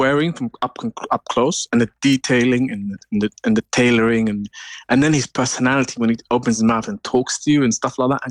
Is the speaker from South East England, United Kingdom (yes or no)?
no; London, United Kingdom; I'm from Summerstown originally, Camden